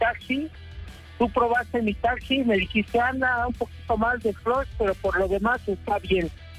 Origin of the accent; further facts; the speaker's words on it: Cuautitlán Izcalli, State of Mexico, Mexico; y decirle que yo también soy de Cuautitlán, Izcalli.